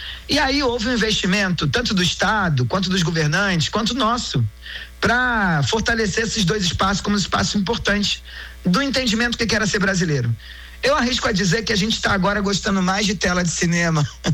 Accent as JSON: {"language": "Portuguese", "country": "Brazil", "said": "essa habilidade que nós brasileiros temos quando saímos do Brasil para qualquer outro lugar, e você diz sou brasileiro e a pessoa dá um sorriso"}